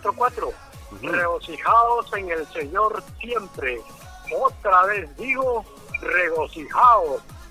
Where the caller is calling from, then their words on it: Honduras; como hondureño? Que la final sea Olimpia-Motagua y que un partido lo pasen para aquí en San Pedro Sula, donde yo vivo.